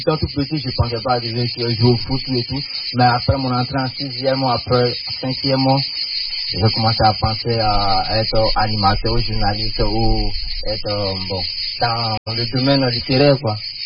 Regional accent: Côte d’Ivoire; je viens de la Côte d'Ivoire

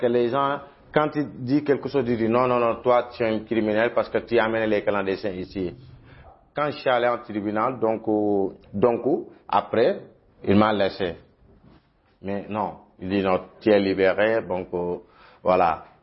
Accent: Senegal; moi je suis sénégalais.

